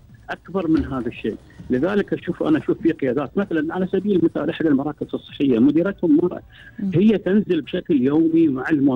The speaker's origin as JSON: {"language": "Arabic", "country": "Qatar", "said": "عندنا في قطر"}